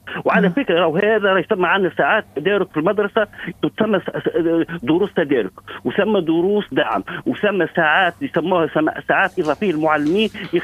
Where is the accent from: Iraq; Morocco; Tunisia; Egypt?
Tunisia; accent: Tunisian; هذه نحكي لك باللهجة التونسية نتاعي.